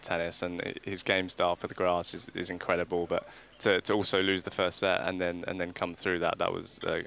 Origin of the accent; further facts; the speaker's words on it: United Kingdom; as a Brit